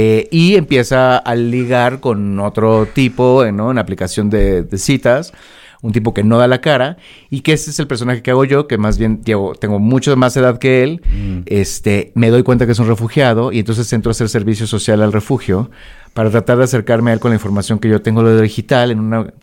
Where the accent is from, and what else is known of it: Mexico